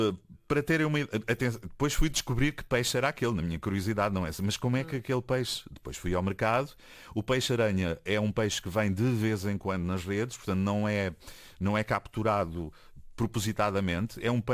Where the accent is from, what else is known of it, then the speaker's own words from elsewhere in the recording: Algarve, Portugal; now in Olhão, Portugal; eu sou algarvio, mas do outro lado da costa oeste